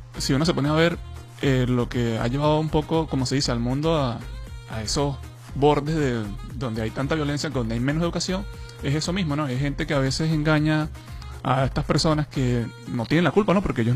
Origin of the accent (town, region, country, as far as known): Venezuela